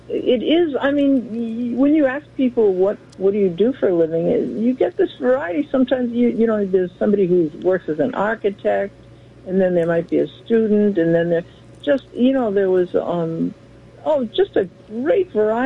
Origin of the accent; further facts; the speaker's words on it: Boston, Massachusetts, United States; moved away as an adult; now in New York, United States; I'm a Bostonian, but I transplanted over here in 1978.